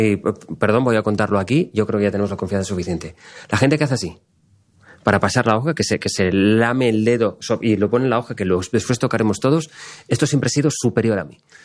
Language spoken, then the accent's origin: Spanish; Valencia, Valencian Community, Spain; Soy de Valencia.